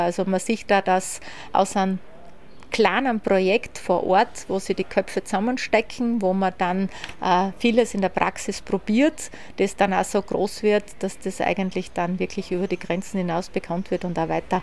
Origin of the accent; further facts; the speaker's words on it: Kaindorf, Styria, Austria; Ich komme aus der Klar Ökoregion Kaindorf. Die ist in der Oststeiermark ansässig.